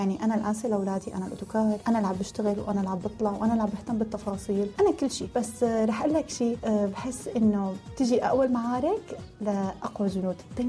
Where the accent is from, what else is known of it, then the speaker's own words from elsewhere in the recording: Syria; now in United Arab Emirates; ونحن كسوريين محبوبين بالامارات. يعني انا عن تجربتي، انا صار لي تجربتي شي 7 سنين